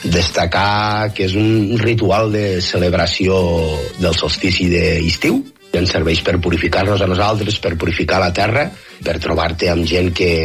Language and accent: Catalan; Taüll, Catalonia, Spain